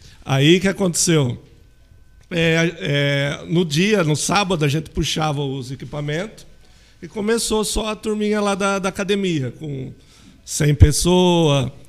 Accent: Igaraçu do Tietê, São Paulo, Brazil; born there; A gente nasceu, mora aqui também em Igarassu.

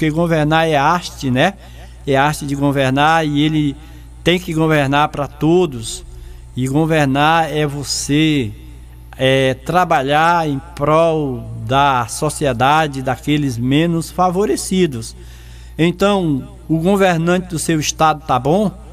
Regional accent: Brazil; nós, como brasileiros

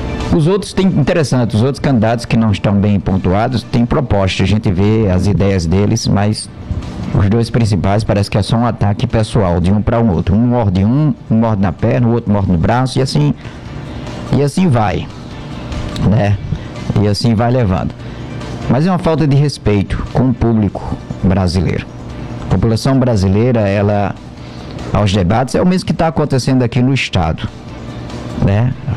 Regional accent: Campina Grande, Paraíba, Brazil; eu sou de Campina Grande, eu nunca ouvi falar, eu nasci e me criei, cresci em Campina Grande

